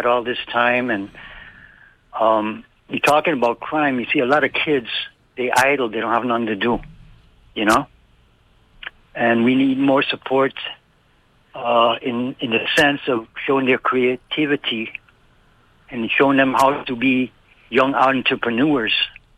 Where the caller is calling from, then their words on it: U.S. Virgin Islands; first time caller from St. Thomas.